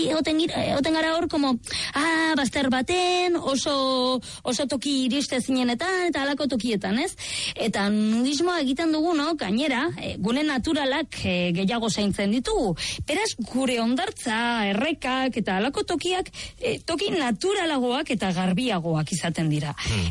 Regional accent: Bilbao, Basque Country, Spain; etzaitezte etorri ze Iralakoak gara super gaiztoak, eta bueno, bai, oso txungoak gara. Iralan oso txungoak gara, etzaitezte etorri nere ausora, mesedez.

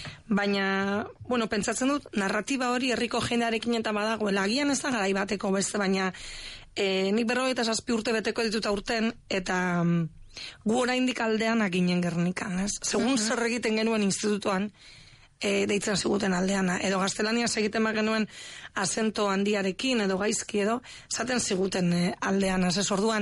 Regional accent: Basque Country, Spain; herrian jaio naiz, herrian bizi izan naiz, baina gure etxetik Bilbora ordu erdi dago bakarrik.

